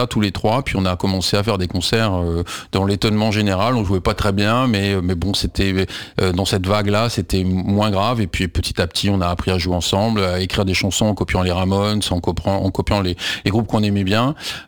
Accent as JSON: {"language": "French", "country": "France", "said": "Ben ouais, mais sauf que nous on est français, on veut être compris"}